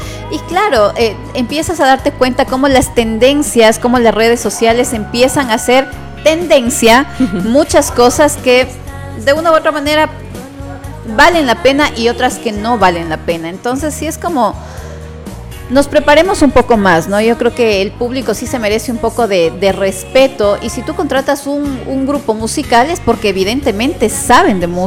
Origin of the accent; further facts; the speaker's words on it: Ecuador; no seamos malos entre nosotros mismos como ecuatorianos